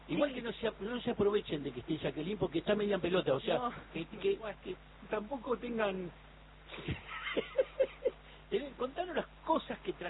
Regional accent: Argentina

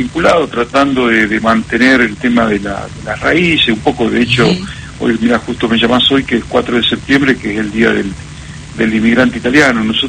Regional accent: Argentina; nosotros como descendientes italianos acá en Argentina

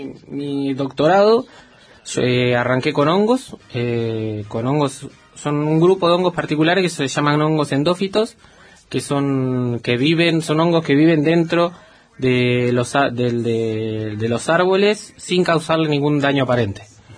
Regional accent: Buenos Aires, Argentina; moved away as an adult; now in Esquel, Argentina; Yo soy de Buenos Aires, me vine hace ya más o menos 13, 14 años. Yo estaba estudiando biología allá en Buenos Aires

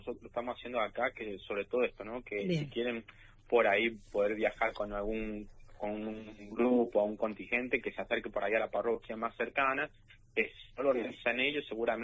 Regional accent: Argentina

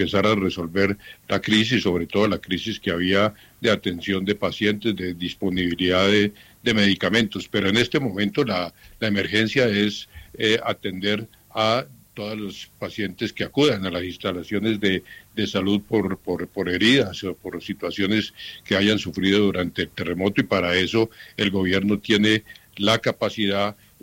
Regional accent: Cali, Valle del Cauca, Colombia; Yo mismo soy de Cali, ahorita no vivo en Cali, pero yo mismo soy de Cali

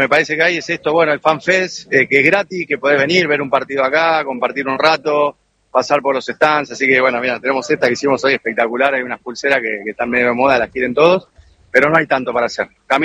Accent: Buenos Aires, Argentina; vengo de Buenos Aires. Somos de Buenos Aires.

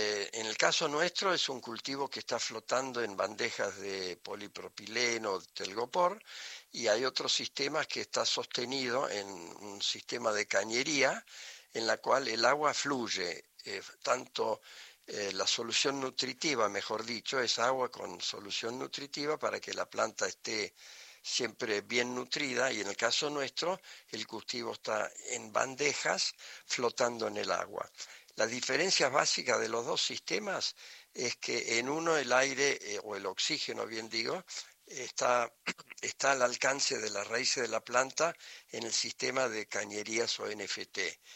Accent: Argentina; born there; No, yo nací aquí.

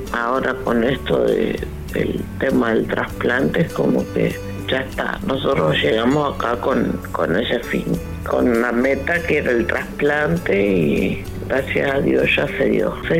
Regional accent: Puerto Deseado, Santa Cruz, Argentina; now in Buenos Aires, Argentina; Nosotros somos de Puerto Deseado. Sí. Sí, la verdad que vinimos acá a Buenos Aires en noviembre.

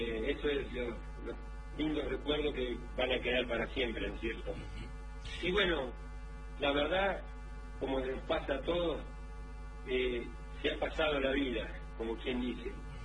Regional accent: Benito Juárez, Buenos Aires Province, Argentina; also born or lived in Necochea; a los 8 años a mi padre lo trasladan a Juárez. Y bueno, a un campamento de vialidad, él trabajaba en vialidad.

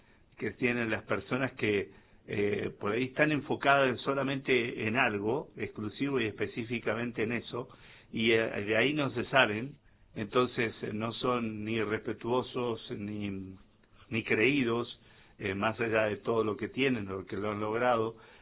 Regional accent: Argentina; la herencia de valores de pasión y de genialidad, la que nos define a los argentinos.

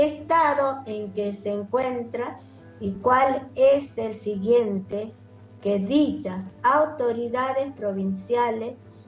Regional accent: Laguna de Pozuelos, Jujuy, Argentina; vengo de la cuenca de Pozuelo, Laguna de Pozuelo, donde está totalmente muerta la laguna, y mi pueblo, soy del pueblo Coya.

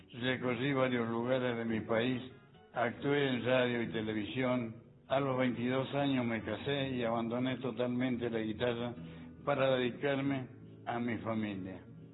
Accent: Villa Atuel, Mendoza, Argentina; born there; Nací en Villatuel, el 22 de junio de 1944, mi pueblito distante a 60 kilómetros de la ciudad de San Rafael. Desde mi infancia me acunaron con tonada cuyana.

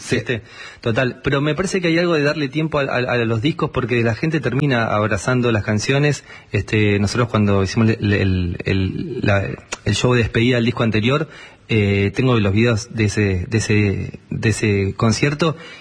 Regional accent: Buenos Aires, Argentina; Yo tenía muchas ganas de irme de Buenos Aires a vivir a un lado, soy de Capital Federal, digamos, tenía ganas de irme a un lugar un poco más tranquilo.

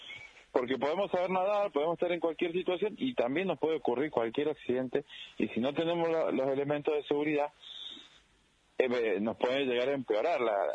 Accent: Potrero de los Funes, San Luis, Argentina; en Potrero Los Funes, nosotros somos de acá, de Potrero Los Funes.

